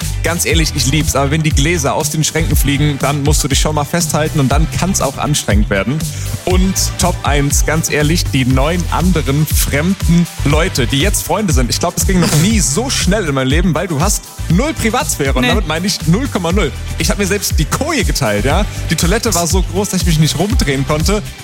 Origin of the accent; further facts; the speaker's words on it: Greece; German is a second language; Ja, ich komme aus dem Meer, bin Grieche.